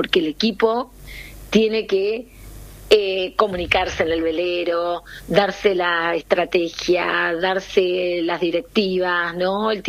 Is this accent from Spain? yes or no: no; Corrientes, Argentina; moved away as an adult; now in Buenos Aires, Argentina; yo soy correntina, estoy viviendo acá hace 5 años, Allá tenemos el hermosísimo río Paraná. Nuestra vida circunda alrededor del río y en el río, porque hace muchísimo calor en el norte.